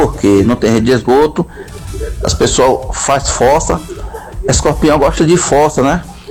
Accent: Salvador, Bahia, Brazil; born there; also born or lived in Feira de Santana; Rapaz, eu sou de Feira de Santana, hoje resido desde a idade de 8 anos aqui em Salvador

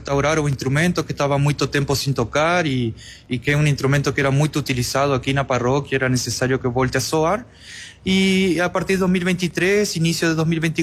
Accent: Victoria, Entre Ríos, Argentina; Portuguese is a second language; moved away; also born or lived in Rosario, Argentina; Em Vitória, Entre Rios, eu nasci em Vitória, perto de Rosário.

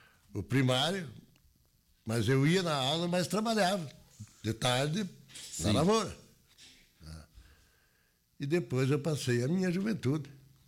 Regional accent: Não-Me-Toque, Rio Grande do Sul, Brazil; born there; Na linha Gramado, não me toque.

